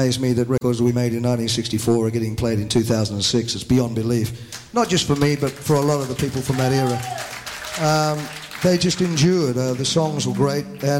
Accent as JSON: {"language": "English", "country": "Australia", "said": "And I said … from Australia."}